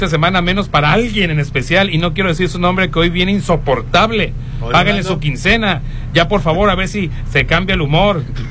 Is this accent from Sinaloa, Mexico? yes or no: yes; Tablón 2, Sinaloa, Mexico; transitar por la carretera libre Rosario Agua Caliente. Está destrozada y es mi única manera de llegar a mi pueblo, que es Tablón 2.